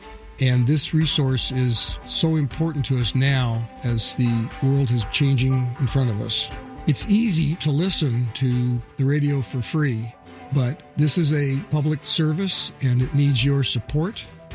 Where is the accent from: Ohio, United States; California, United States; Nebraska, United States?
California, United States; I'm from the San Gabriel Valley and an enthusiastic Elias supporter.